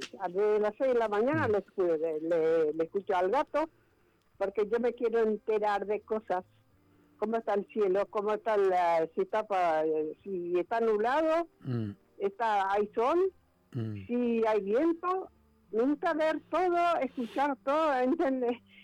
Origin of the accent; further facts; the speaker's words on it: Moreno, Buenos Aires Province, Argentina; Yo soy de Moreno.